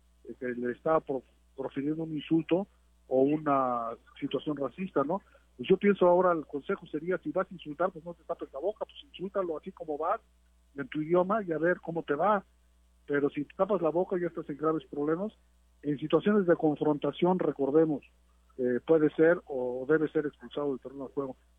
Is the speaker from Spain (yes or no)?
no; Mexico